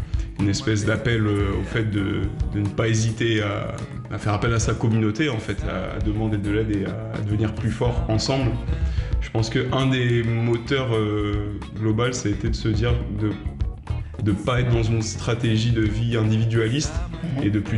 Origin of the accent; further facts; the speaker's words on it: Martinique; de mon lien ancestral à ma terre de sang qui est le Sénégal et ma terre de cœur qui est la Martinique, là où j'ai grandi.